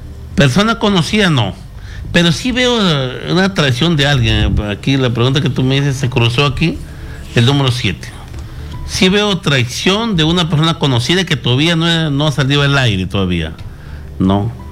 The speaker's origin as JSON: {"language": "Spanish", "town": "Catacaos", "region": "Piura", "country": "Peru", "tie": "born or raised there", "also_born_or_lived": "Huaringas, Huancabamba", "said": "soy de las Guaringas de Huancabamba, criado en Catacaos, Piura"}